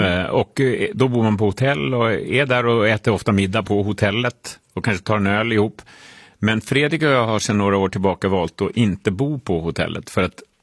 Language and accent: Swedish; Estonia; Som mina föräldrar hämtar hem från Estland varje sommar när de är där, för vi är från Estland.